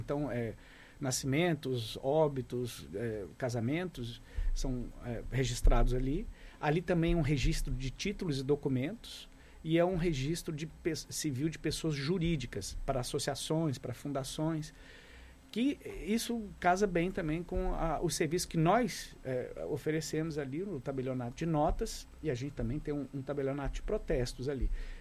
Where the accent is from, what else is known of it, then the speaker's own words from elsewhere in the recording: Florianópolis, Santa Catarina, Brazil; born there; moved away as an adult; also born or lived in Brasília; now in Joinville, Brazil; eu sou nascido em Florianópolis